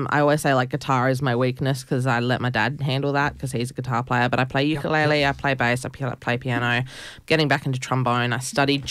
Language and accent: English; South Australia, Australia; I'm a proud Ngurrindjeri and Kaurna person. The way I talk about where I'm from is I always say, like, and like fellas that I'm related to, we all say, like, we're from the same mission.